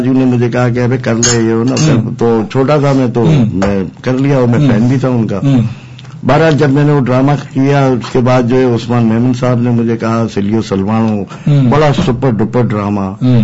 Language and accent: Urdu; Karachi, Sindh, Pakistan; born there; تو پھر وہاں پہ جو ہے نا ہمارا ایک محلہ ہے, رنچو لائن نام سنا ہوگا, مارواڑی لائن نا, تو وہیں میری پیدائش ہے.